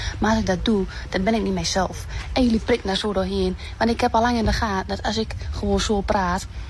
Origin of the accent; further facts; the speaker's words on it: Enschede, Overijssel, Netherlands; Ik vind het ook zo leuk dat mensen mijn accent zo grappig vinden. Ik kom gewoon uit Enschede, jongens. Zo praten wij allemaal.